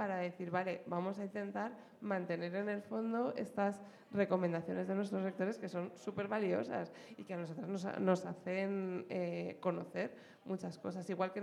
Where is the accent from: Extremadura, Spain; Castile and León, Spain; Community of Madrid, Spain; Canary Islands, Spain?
Community of Madrid, Spain; Cercedilla; born there; yo de hecho viví en Cercedilla como de los 10 a los 28 o así